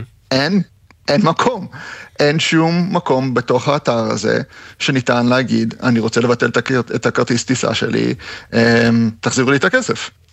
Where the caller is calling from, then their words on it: Berlin, Germany; אנחנו גרים בברלין, כרגע אני בקולורדו